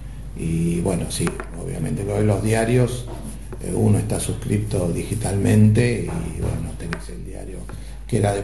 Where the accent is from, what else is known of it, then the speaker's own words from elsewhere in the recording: General Villegas, Buenos Aires Province, Argentina; moved away; Yo me acuerdo de chico en Villegas de escuchar las radios zonales